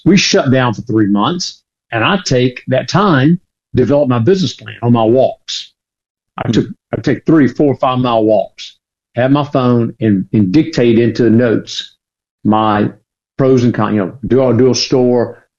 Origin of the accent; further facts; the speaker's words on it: Leland, Mississippi, United States; He goes, where are you from? I said, is that noticeable? I said, not far from your hometown. He goes, where? I said, Leland.